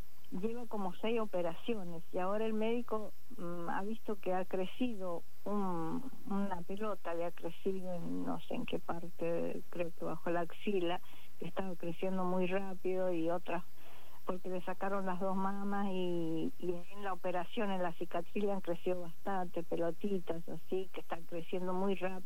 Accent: San Juan, Argentina; moved away as an adult; now in Rawson, Argentina; yo estuve viviendo hasta los 20 años en San Juan. Después me vine a vivir a Mendoza un tiempito porque me trasladé a Buenos Aires. Estuve viviendo 7 años en Buenos Aires.

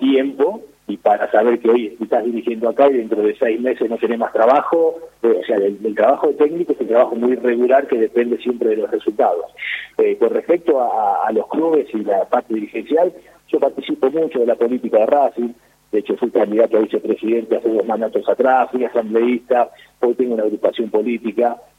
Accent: Argentina; nosotros, como argentinos

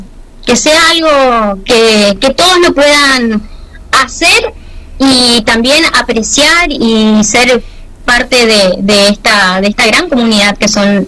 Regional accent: Jardín América, Misiones, Argentina; la ciudad de Jardín América, de donde soy oriunda. Y bueno, hace 2 años más o menos estoy desarrollando las actividades también en mi ciudad.

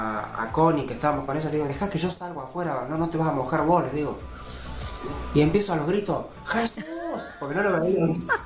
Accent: Villa Carlos Paz, Córdoba, Argentina; Nosotros somos de Carlos Paz

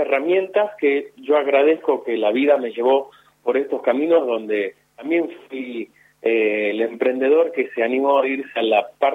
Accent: Salta, Argentina; moved away as an adult; also born or lived in France; now in China; soy salteño, pero hace 16 años que no estoy en Salta. Vivo en China actualmente, pero también fui diplomático en Francia muchos otros años. Sí. Y ahora, de visita por Salta

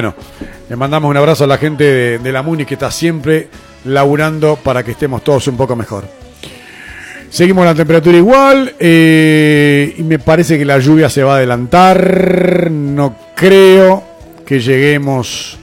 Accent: Río Grande, Tierra del Fuego, Argentina; Ustedes saben que yo soy habitante de Río Grande y por calle no me ubico.

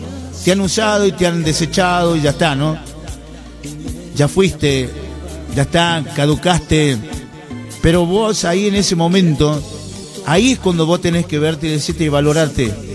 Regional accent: El Quebrachal, Salta, Argentina; now in Salta, Argentina; yo vengo de Quebrachal, vengo de una familia muy humilde

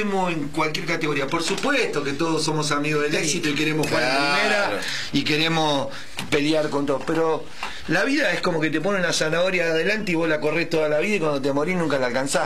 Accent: Quilmes, Buenos Aires Province, Argentina; Yo soy de Quilmes Oeste, yo vivo a la vuelta del club y bueno, viví toda la vida ahí.

